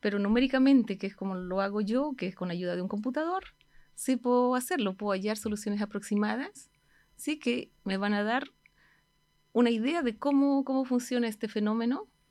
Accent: Bolivia; moved away as an adult; nací, soy originaria de Bolivia, donde estudié ingeniería matemática en la Universidad de San Simón, en Cochabamba.

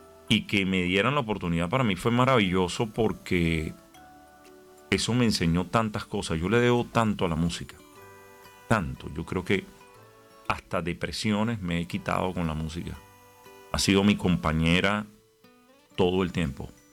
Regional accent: Venezuela; yo como buen venezolano

